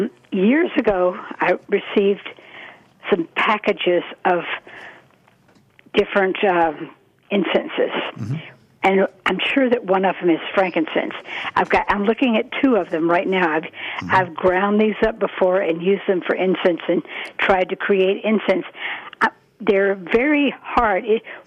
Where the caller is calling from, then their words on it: California, United States; I'm from Southern Humboldt here